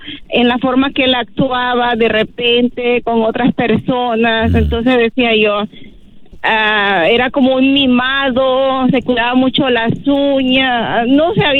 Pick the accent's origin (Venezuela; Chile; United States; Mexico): United States; porque somos de Texas, Oklahoma.